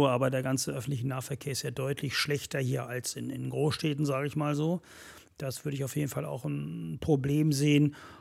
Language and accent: German; Wieblitz, Saxony-Anhalt, Germany; Könnte ich hier in Wieblitz in meinem Heimatdorf jetzt weitermachen, das auch gerade.